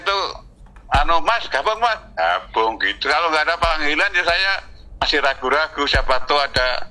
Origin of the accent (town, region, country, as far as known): Magetan, East Java, Indonesia; born or raised there